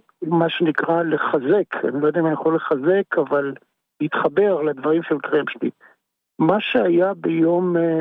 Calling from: Central District, Israel; אני מאזור שרון.

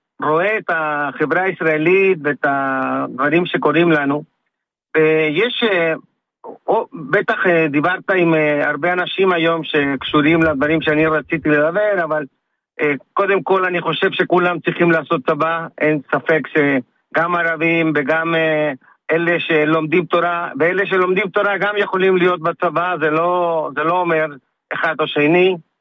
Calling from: Netanya, Central District, Israel; אני מנתניה.

